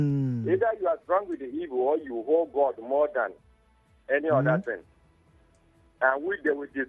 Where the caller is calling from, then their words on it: Port Harcourt, Rivers, Nigeria; I'm calling from Rumugbo.